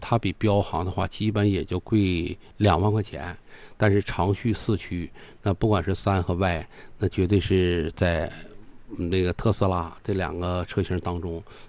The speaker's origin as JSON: {"language": "Chinese", "town": "Harbin", "region": "Heilongjiang", "country": "China", "accent": "Harbin dialect", "said": "按这个咱哈尔滨土话说"}